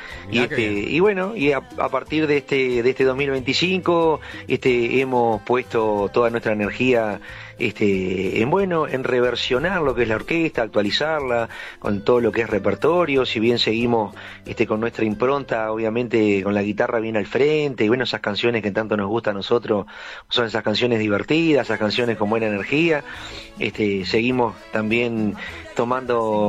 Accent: Estación Atlántida, Canelones, Uruguay; yo soy oriundo acá de la Estación Atlántida, acá de Canelones. Ajá. Y empezamos con una barra de amigos y armamos una orquesta acá en el barrio, en el barrio español, acá donde somos nosotros criados, todos gurises jovencitos

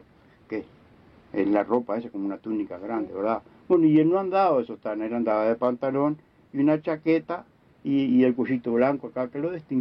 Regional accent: Vergara, Treinta y Tres, Uruguay; born or raised there

